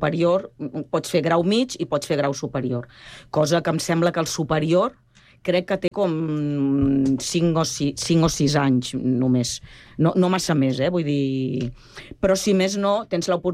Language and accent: Catalan; Barcelona, Catalonia, Spain; now in Sant Cugat del Vallès, Spain; Jo sóc del barri de Sant Andreu, fa 30 anys que visc a Sant Cugat, però sóc d'un barri de Sant Andreu que tenien uns condicionants abans, com Gràcia, com Horta i tal